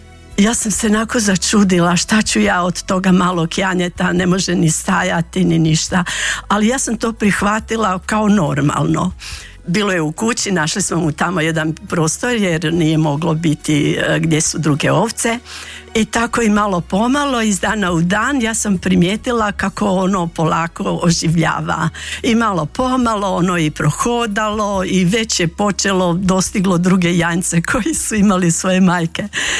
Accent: Grabovica, Federation of Bosnia and Herzegovina, Bosnia & Herzegovina; Ja sam rođena u Grabovici, znači općina Tomislavgrad.

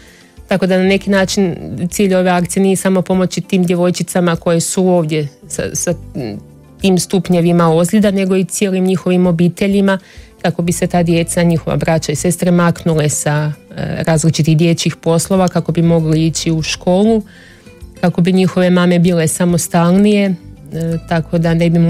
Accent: Croatia; now in Benin; mi kažemo Hrvatska, jer Hrvatsku znamo, iz Hrvatske smo potekli.

